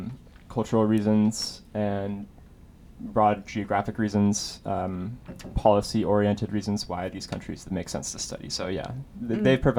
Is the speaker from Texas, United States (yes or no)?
no; Iowa City, Iowa, United States; now in Oberlin, United States; I grew up in Iowa City, Iowa, which, for those who have never been to Iowa, it does align with most of the stereotypes that people have. There's a lot of cornfields, a lot of rural areas.